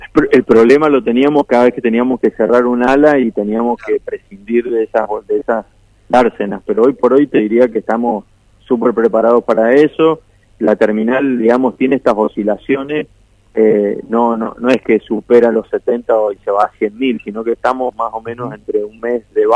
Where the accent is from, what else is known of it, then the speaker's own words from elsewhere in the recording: Mendoza, Argentina; soy mendocino, soy emprendedor, empresario mendocino